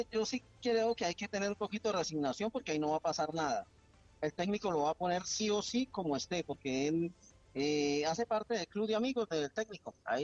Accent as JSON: {"language": "Spanish", "town": "Salazar de las Palmas", "region": "Norte de Santander", "country": "Colombia", "tie": "born there", "moved": "yes", "lives_now": "Cúcuta, Colombia", "said": "nacido en Salazar de las Palmas, 34 años más o menos viviendo en Cúcuta, entonces por lo tanto ya soy un cucuteño por adopción"}